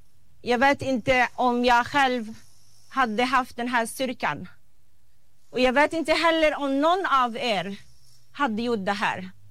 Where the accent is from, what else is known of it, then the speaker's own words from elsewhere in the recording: Palestine; Jag står här inte bara som palestinier, utan också som barnläkare.